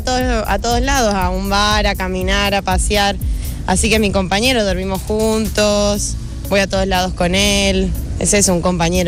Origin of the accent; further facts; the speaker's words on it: Argentina; moved away as an adult; yo soy argentina, me vine a vivir acá hace 4 años sola, cuando tenía 21, ¿viste?